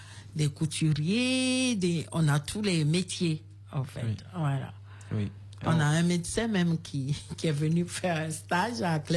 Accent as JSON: {"language": "French", "town": "Kpalimé", "region": "Plateaux", "country": "Togo", "said": "Je suis originaire de Palimé."}